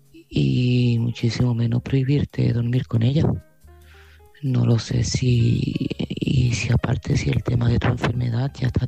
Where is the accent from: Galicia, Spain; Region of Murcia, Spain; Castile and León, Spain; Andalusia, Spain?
Andalusia, Spain; Seville